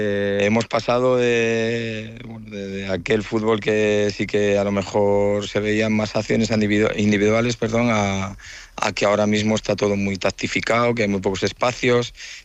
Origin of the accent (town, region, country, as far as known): Santander, Cantabria, Spain